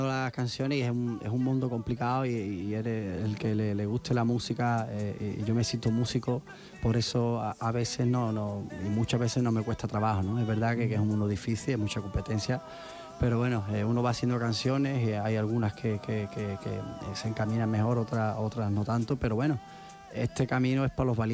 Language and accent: Spanish; Mairena del Alcor, Andalusia, Spain; Sí, viva mi pueblo, viva mi tierra, una tierra de cante, de flamenco.